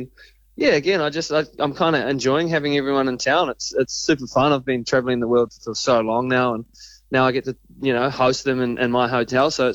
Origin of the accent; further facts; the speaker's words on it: Raglan, Waikato, New Zealand; And then obviously myself and Alani as a young kid growing up in Raglan, so she's inspiring.